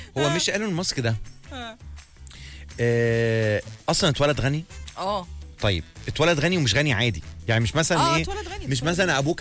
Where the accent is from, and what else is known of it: Egypt